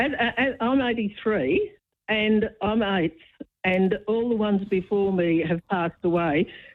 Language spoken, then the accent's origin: English; Colac, Victoria, Australia; Down near Colac. My dad was on a farm down near Colac, had a big farm.